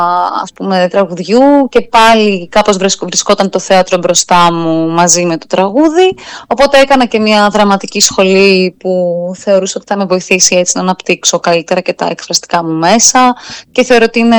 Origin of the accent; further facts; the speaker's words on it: Thessaloniki, Central Macedonia, Greece; moved away as an adult; Γεννήθηκα και μεγάλωσα στη Θεσσαλονίκη, λοιπόν. Ήρθα στην Αθήνα να σπουδάσω θεατρολογία, θεατρικών σπουδών.